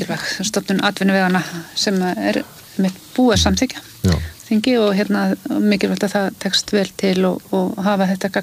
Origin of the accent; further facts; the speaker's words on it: Eskifjörður, Eastern Region, Iceland; ef maður hugsa bara tilbaka þegar maður var alast upp á Eskifirði þar sem ég býja þar voru þetta bara mörg fyrirtæki og allir höfðu vinnu